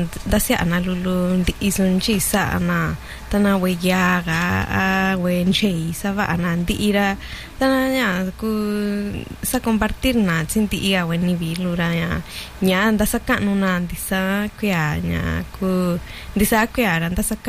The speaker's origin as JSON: {"language": "Spanish", "town": "San Juan Mixtepec", "region": "Oaxaca", "country": "Mexico", "tie": "born or raised there", "said": "yo soy originaria de San Juan Mixtepe, Oaxaca"}